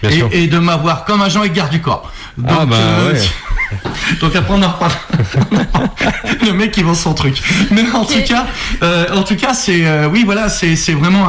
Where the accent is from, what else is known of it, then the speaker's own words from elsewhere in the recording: Brazil; je suis du Brésil et j'ai des coups comme ça.